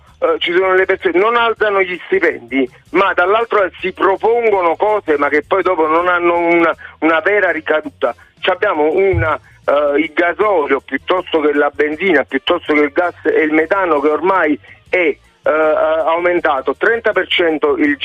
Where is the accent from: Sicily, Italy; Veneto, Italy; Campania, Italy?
Campania, Italy; Naples; io sono di Fuorigrotta, sono originario di Fuorigrotta